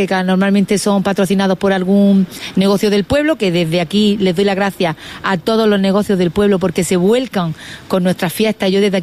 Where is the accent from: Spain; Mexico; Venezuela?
Spain; Ogíjares, Andalusia